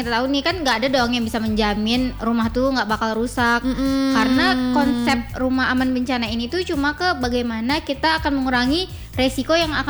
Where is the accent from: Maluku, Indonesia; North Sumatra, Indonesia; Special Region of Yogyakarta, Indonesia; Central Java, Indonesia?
North Sumatra, Indonesia; Nias; di daerah aku di Nias itu tuh daerah yang punya potensi gempanya tuh lumayan besar Kak.